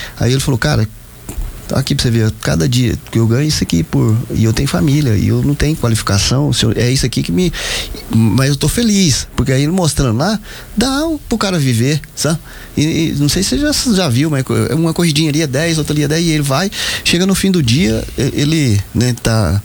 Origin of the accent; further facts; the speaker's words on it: Britânia, Goiás, Brazil; Eu morava em Britânia, que eu mudei de Britânia com 10 anos, ou seja, eu devia ter 7, 8 anos.